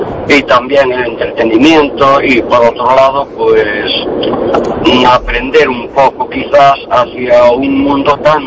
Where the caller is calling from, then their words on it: A Coruña, Galicia, Spain; de La Coruña